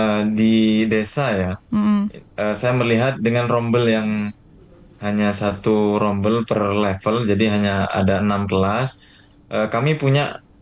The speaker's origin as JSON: {"language": "Indonesian", "town": "Jember", "region": "East Java", "country": "Indonesia", "tie": "born or raised there", "said": "Ya, saya dibesarkan di kota Jember. Saya bersekolah sejak kecil sampai tingkat universitas juga saya berada di Jember"}